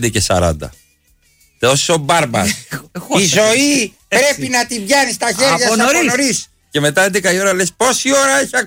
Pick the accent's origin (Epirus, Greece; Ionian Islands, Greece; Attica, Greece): Epirus, Greece; Arta; Εγώ δεν είμαι από το Λακαρνανή, είμαι από την Άρτα.